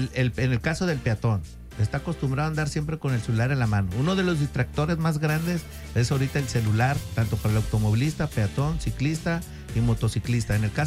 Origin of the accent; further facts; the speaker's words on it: Tabasco, Mexico; now in Puerto Vallarta, Mexico; Yo no soy de Vallarta, soy del estado de Tabasco, tengo 30 años en Vallarta